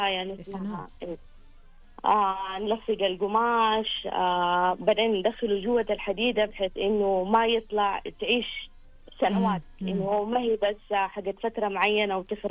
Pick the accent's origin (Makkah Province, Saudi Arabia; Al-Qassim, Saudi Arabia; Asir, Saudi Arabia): Makkah Province, Saudi Arabia; Jeddah; now in Riyadh, Saudi Arabia; طيب بدأت أنا نقلت من جدة للرياض، فكان عندي حنين لجدة